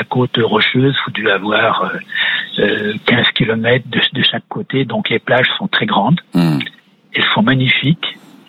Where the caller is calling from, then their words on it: Saint-Gilles-Croix-de-Vie, Pays de la Loire, France; je suis à Saint-Gilles-Croix-de-Vie, ouais. Qui se trouve entre les Sables-d'Olonne et Saint-Jean-de-Mont.